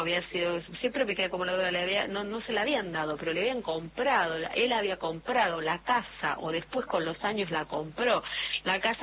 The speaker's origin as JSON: {"language": "Spanish", "region": "Buenos Aires", "country": "Argentina", "said": "Yo soy de Barracas."}